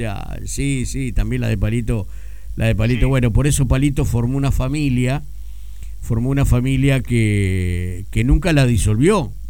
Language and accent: Spanish; Argentina; algo que nos interese a nosotros como argentinos.